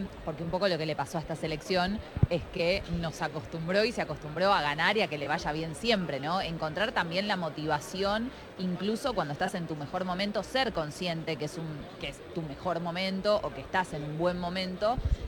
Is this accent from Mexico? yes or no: no; Argentina